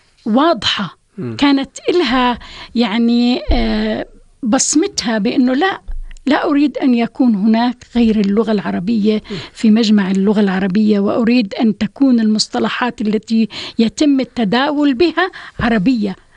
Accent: Jordan; وتحمينا كعرب وتحمينا كأردنيين

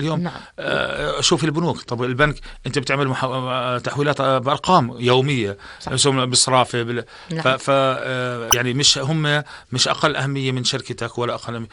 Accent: Jordan; عندنا بالاردن

